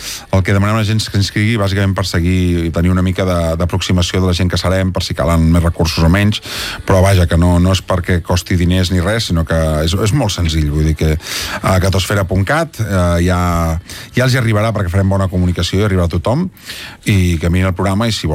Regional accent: Granollers, Catalonia, Spain; jo soc de Granollers, i per tant em quedava molt a prop

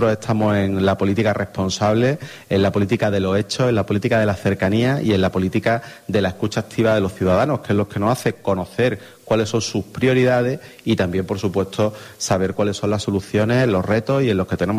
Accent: Cádiz, Andalusia, Spain; Yo soy gaditano, ¿qué te voy a decir?

